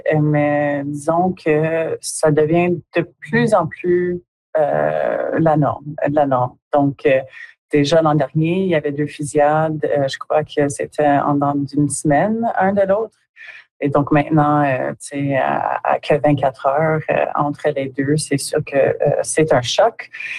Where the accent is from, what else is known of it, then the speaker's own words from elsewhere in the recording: Timmins, Ontario, Canada; je suis originaire de Timmins, puis je dirais que dans mon enfance